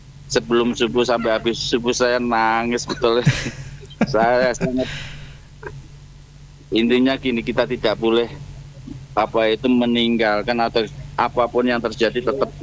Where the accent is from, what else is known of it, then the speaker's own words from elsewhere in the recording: East Java, Indonesia; born there; now in Sawahan, Nganjuk, Indonesia; Kelahiran Ngeronggo, cuma domisili di Sawahan.